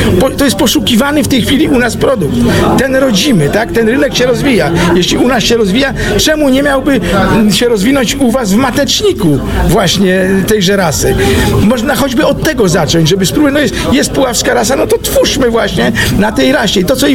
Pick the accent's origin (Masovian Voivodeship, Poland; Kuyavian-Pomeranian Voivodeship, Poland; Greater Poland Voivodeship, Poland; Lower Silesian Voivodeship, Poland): Kuyavian-Pomeranian Voivodeship, Poland; u nas w Kujawsko-Pomorskim